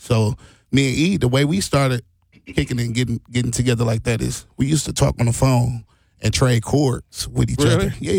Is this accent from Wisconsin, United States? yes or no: yes; Milwaukee, Wisconsin, United States; born and raised Milwaukee, Wisconsin. My hood, Highland Park Projects. So I grew up in Highland Park.